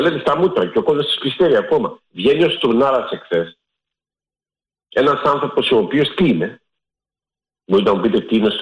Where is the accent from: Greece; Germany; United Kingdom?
Greece; Και πληρώνουμε σαν Έλληνες, πληρώνουμε.